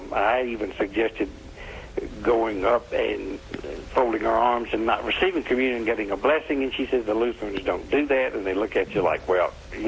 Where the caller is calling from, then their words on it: Atlanta, Georgia, United States; Atlanta, Georgia.